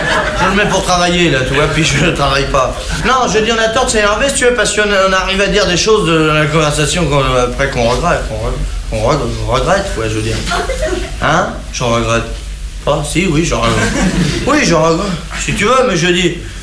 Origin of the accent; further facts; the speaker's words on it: France; Les français, c'est des cons, ouais, ben, je suis bien blasé, hein, je suis français.